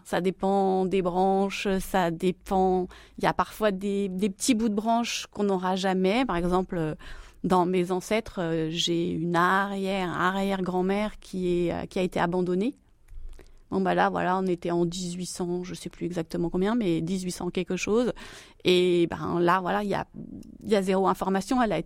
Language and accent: French; Mayenne, Pays de la Loire, France; je suis originaire de la Mayenne